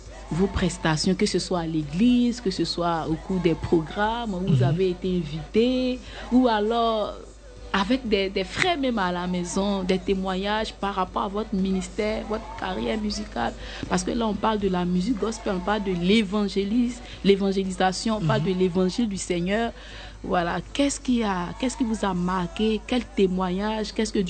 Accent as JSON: {"language": "French", "country": "Côte d’Ivoire", "said": "Chez nous, en Côte d'Ivoire"}